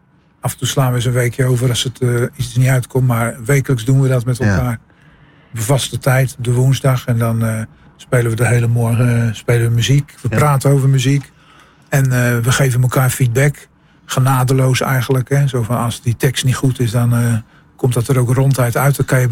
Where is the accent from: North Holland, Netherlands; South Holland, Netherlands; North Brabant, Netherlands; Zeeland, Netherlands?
Zeeland, Netherlands; Vlissingen; born there; Dat is onze geboorteplaats.